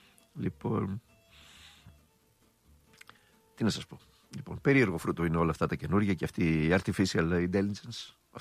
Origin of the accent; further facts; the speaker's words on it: Thessaloniki, Central Macedonia, Greece; Να ορίστε, τώρα θα σε βολέψει, Δάφνη … αμέσως, αφού είμαι Θεσσαλονικιός.